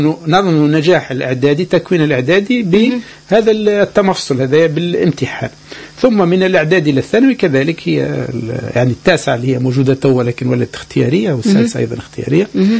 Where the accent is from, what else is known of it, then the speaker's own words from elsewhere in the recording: Tunisia; عندنا في تونس